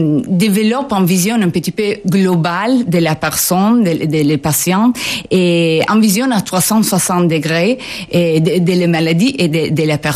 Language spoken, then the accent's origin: French; Italy; French is a second language; moved away as an adult; also born or lived in United States; Oui, je suis italienne.